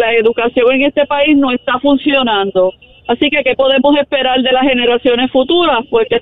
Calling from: Washington, District of Columbia, United States; Soy de Washington, D.C.

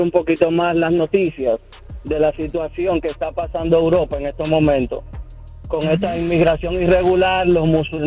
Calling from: Dominican Republic; como decimos los dominicanos

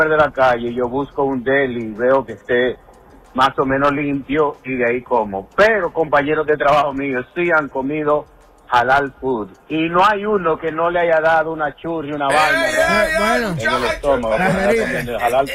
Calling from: New York, United States; de Staten Island.

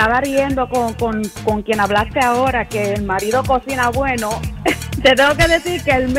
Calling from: New York, United States; Te estoy llamando del Bronx.

